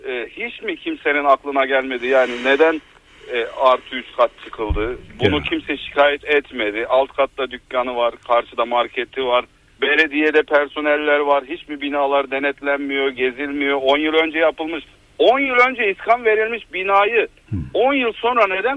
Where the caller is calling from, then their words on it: Antalya, Turkey; ben Antalya'dan.